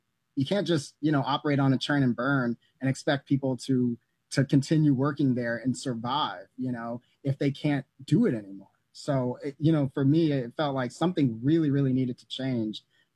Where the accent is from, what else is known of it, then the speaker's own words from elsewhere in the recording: Atlanta, Georgia, United States; now in White Plains, United States; here in White Plains, you know, I'm from Atlanta, so I'm not used to snow.